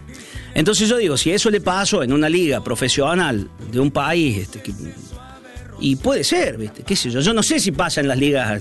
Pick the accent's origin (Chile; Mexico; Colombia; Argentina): Argentina; Siempre somos los argentinos, somos un poco llorones también.